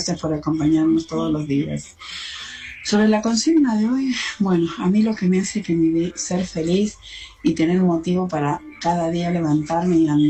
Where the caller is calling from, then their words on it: Escobar, Buenos Aires Province, Argentina; ingeniero mayor.